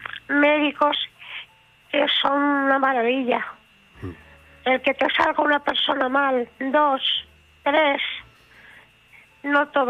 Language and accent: Spanish; Santander, Cantabria, Spain